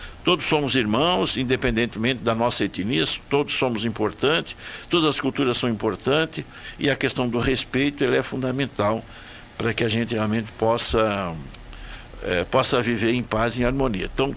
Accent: Brazil

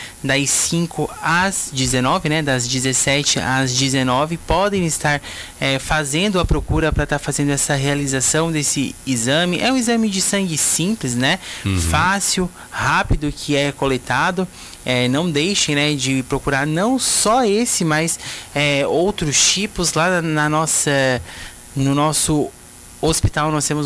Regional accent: Lauro Müller, Santa Catarina, Brazil; Eu ficarei agora um pouco mais perto lá, sou natural de Lauro Miller, né? Moro lá com a minha família.

